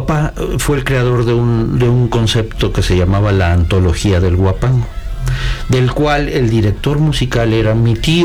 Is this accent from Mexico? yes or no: yes; Veracruz, Mexico; Yo soy del puerto de Veracruz.